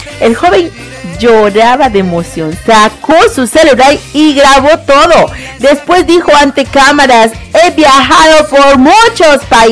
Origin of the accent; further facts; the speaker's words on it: Mexico; Y termino diciendo, hoy no, también, sí señor, soy mexicano.